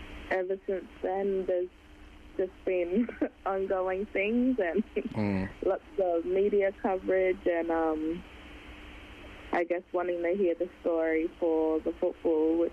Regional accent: Northern Territory, Australia; now in Perth, Australia; I was born in Darwin on Larrakia land, adopted and grew up by the Yolngu mob in northeast Arnhem land. And my bloodline, Halls Creek, I'm a Jaru woman from Halls Creek, Kimberley region

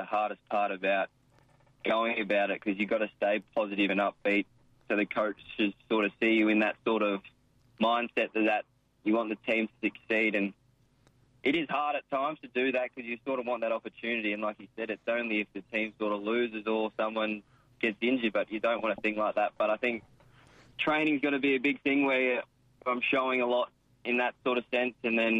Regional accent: Queensland, Australia; Yeah, I really enjoyed my time in Queensland. It was pretty much just hanging around with your mates all around the town.

